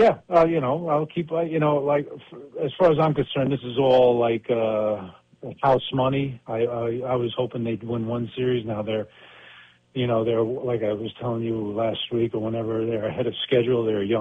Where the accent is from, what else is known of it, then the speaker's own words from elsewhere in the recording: Canada; obviously I'm a Canadian